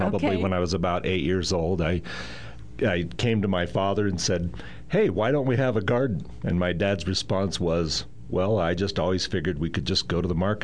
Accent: Prescott, Arizona, United States; I was born in Prescott Community Hospital, or Yavapai Community Hospital

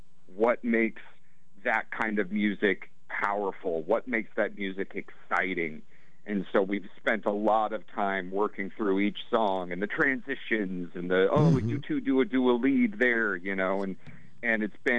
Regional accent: Arizona, United States; I'm born and raised in Arizona

